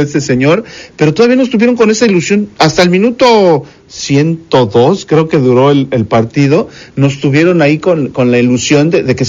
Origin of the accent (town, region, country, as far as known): Mexico